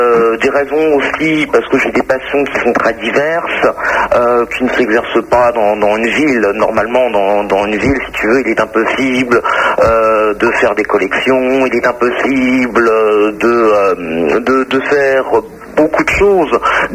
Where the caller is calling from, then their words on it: France; J'ai fait l'erreur de partir à la campagne afin de justement de mon bled, si tu veux. Je suis à équidistance entre Le Mans, Tours et Angers.